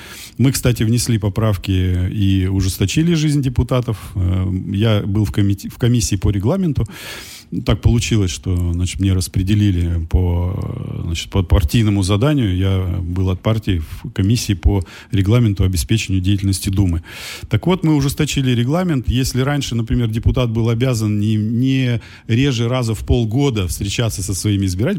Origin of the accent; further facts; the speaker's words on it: Yekaterinburg, Sverdlovsk Oblast, Russia; как екатеринбуржец, как уралец